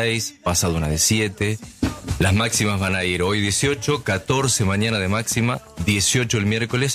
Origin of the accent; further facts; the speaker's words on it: Entre Ríos, Argentina; yo soy de Entre Ríos